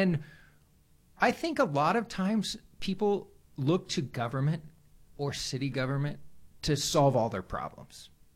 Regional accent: Chico, California, United States; moved away as an adult; also born or lived in Arizona; now in Kern County, United States; So grandpa ends up being a farm manager at Chico State up north, and that's where I grew up.

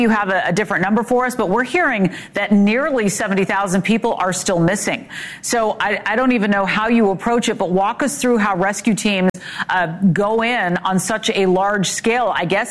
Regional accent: California, United States; Listen, I'm from California, so I know that aftershocks are equally as devastating.

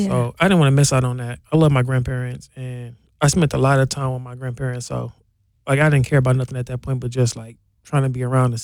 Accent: Milwaukee, Wisconsin, United States; Without a doubt, the North Side.

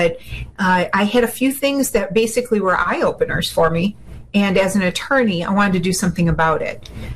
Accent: Niagara Falls, New York, United States; also born or lived in Georgia; Well, first of all, I was born and raised in Niagara Falls, and I had the opportunity to move away from Niagara Falls and practice as a lawyer in Georgia.

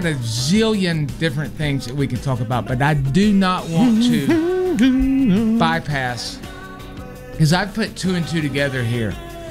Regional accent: Poe Mill, South Carolina, United States; I'm from Poe Mill.

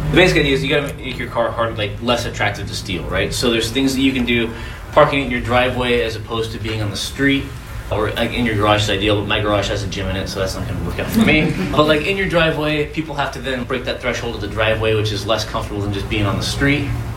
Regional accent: Clackamas County, Oregon, United States; So I grew up just outside of East Precinct, off 162nd and Foster, just in the Clackamas County. So I went to Centennial Schools. My grandparents, my dad was born in Lynn, so like 85th and Duke. And then when I was growing up, they lived at 130th and Bush. So I've got deep roots out here.

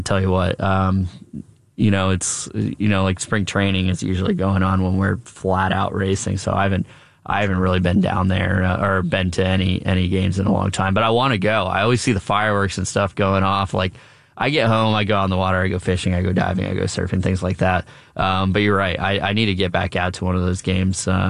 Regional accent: Jupiter, Florida, United States; I'm born and raised in Jupiter, Florida. I still live there. I have a place up in Indy

